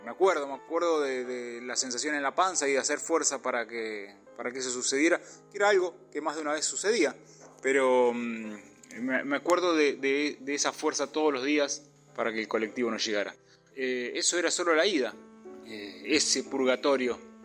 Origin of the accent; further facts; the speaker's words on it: Carlos María Naón, Buenos Aires Province, Argentina; Así que lo único que comunicaba al pueblo del cual venía el colectivo y a mi pueblo, a Carlos María Nahón y a Deney, con 9 de julio era ese colectivo.